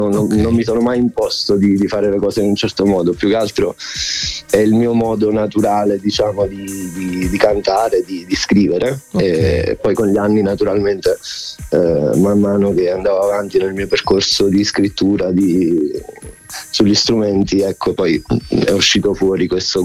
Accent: Sassano, Campania, Italy; also born or lived in Bologna; il mio luogo di origine, la provincia di Salerno. Io sono nato e cressuto a Sassano.

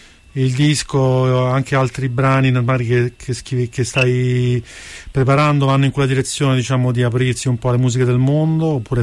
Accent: Rome, Lazio, Italy; non lo dico da romano

